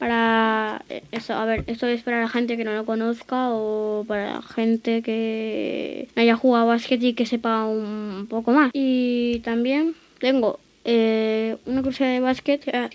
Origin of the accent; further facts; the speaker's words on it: Ávila, Castile and León, Spain; born there; also born or lived in Andalusia; yo nací en Ávila, pero también soy de Andalucía.